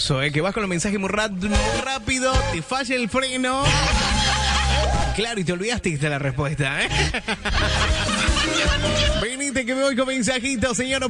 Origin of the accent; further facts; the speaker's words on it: Freyre, Córdoba, Argentina; Yo soy de Freire, Córdoba, el este cordobés